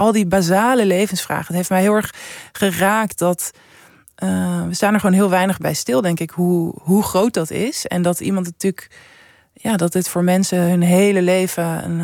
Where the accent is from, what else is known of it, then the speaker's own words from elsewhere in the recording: Amsterdam, North Holland, Netherlands; ik ben opgegroeid in Centrum Amsterdam en ik heb, ik zat ook op een basisschool, een beetje in de grachtengordel.